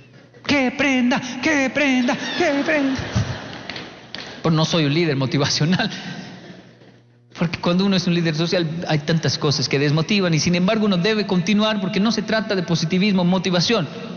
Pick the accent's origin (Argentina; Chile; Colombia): Colombia; also born or lived in Japan; Y de ahí que yo odiaba las historias de los japoneses, porque soy colombiano